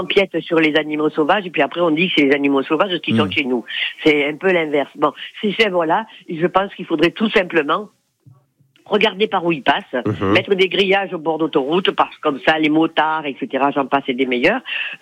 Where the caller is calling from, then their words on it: La Bouilladisse, Provence-Alpes-Côte d'Azur, France; je suis à la Bouilladis